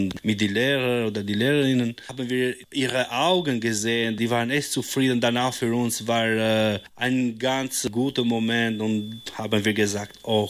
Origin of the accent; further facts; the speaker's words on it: Albania; German is a second language; moved away as an adult; also born or lived in Milan, Italy; now in Krefeld, Germany; Ich komme aus Albanien. Ich habe da studiert und dann meinen Master in Mailand abgeschlossen. Und nach einer langen Erfahrung in Mailand, Italien, bin ich in Krefeld umgezogen